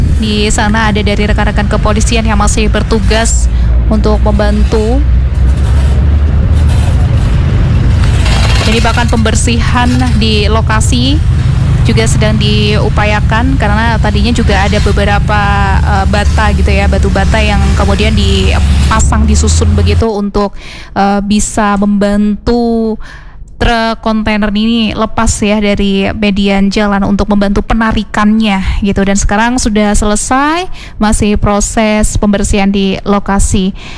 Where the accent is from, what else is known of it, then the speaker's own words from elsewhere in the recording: Malang, East Java, Indonesia; Sebagai warga Malang